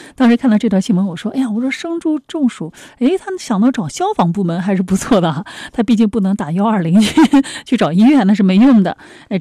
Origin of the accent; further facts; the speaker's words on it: Hai'an, Jiangsu, China; now in Nanjing, China; 包括我们像我老家海安那边哈